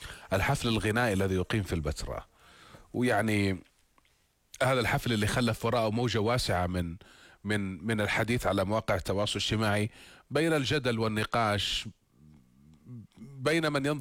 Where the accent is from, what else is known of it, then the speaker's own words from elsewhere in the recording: Jordan; جزء من ذاكرتنا كأردنيين.